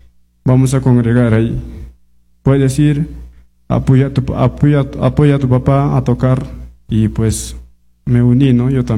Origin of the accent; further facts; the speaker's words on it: La Convención, Quillabamba, Vilcabamba District, Cusco, Peru; moved away as an adult; now in Cusco, Peru; Soy de la Convención Quiabamba, Distrito de Vilcabamba, Valle San Miguel. De Consistorio, Iglesia Evangélica Peruana, Villa Carmen. Bueno, yo nací en un hogar cristiano.